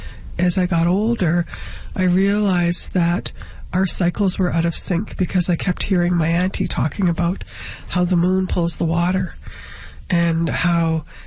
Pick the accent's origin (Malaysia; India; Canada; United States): Canada; Swan Lake First Nation, Manitoba; I'm from Swan Lake First Nation, Kapishkikamak, with relations in Long Plain, too.